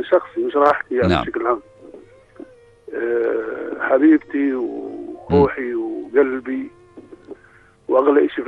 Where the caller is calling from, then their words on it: Aqaba Governorate, Jordan; من محافظة العقبة.